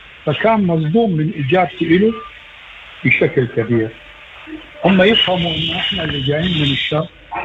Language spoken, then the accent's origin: Arabic; Iraq; now in Preston, Sydney, Australia; احنا من احنا صغار في مدارسنا، أنا بالعراق كنا نقرأ تاريخ أوروبا، نقرأ تاريخ العالم